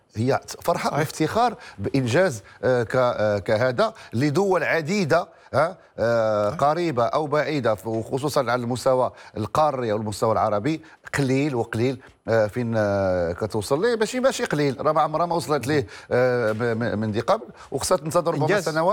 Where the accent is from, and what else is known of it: Morocco